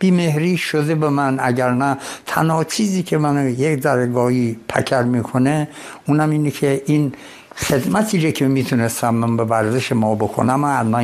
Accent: Iran; من فراموش نمی کنم این وقت ایران رو، من اهل ایرانم، من اونجا بزرگ شدم، حامل پرچمش بودم تو میادین بزرگ جهان.

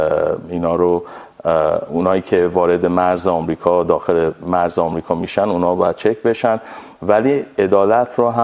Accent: Iran; moved away; من به عنوان یک ایرانی با پاسپورت ایرانی وقتی وارد آمریکا به عنوان پناهنده میشم

